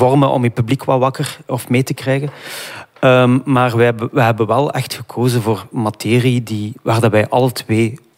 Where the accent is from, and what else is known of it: Iraq